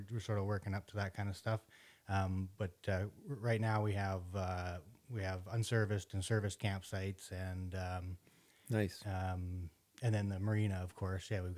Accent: Whitehorse, Yukon, Canada; also born or lived in Judas Creek, Yukon; I grew up in the Yukon. I was born in Whitehorse General Hospital and lived in Whitehorse for until I was about 13, and then we moved out to the whole family moved out to Judas Creek

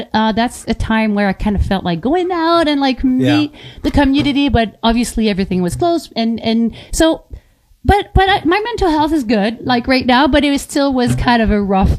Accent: Quebec, Canada; moved away as an adult; now in Yukon, Canada; So I would say that like you know, half of my life, like the first half I was in Quebec, and for sure I'm from Quebec. And then I moved here. I was a young adult.

